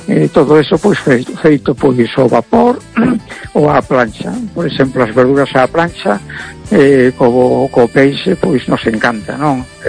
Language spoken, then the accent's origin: Spanish; A Coruña, Galicia, Spain